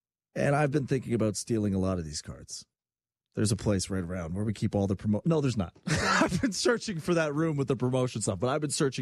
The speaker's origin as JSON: {"language": "English", "country": "Canada", "said": "we are Canadian"}